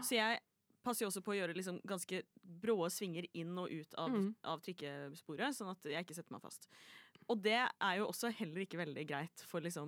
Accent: Oslo, Norway; jeg er fra Oslo.

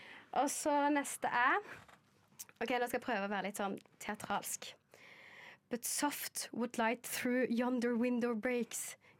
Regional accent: Southern Norway, Norway; jeg er sørlending og ikke, jeg snakker ikke dansk

